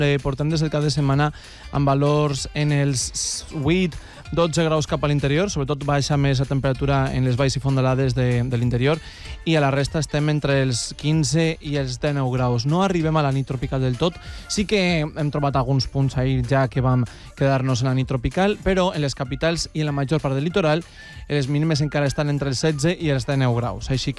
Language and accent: Catalan; Casas Bajas, Valencian Community, Spain; al meu poble, a Casas Bajas